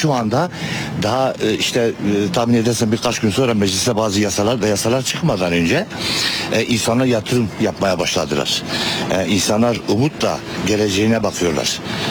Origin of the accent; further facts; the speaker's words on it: Mardin, Turkey; Çünkü İstanbul'daki insan, ben burada Mardinliyim.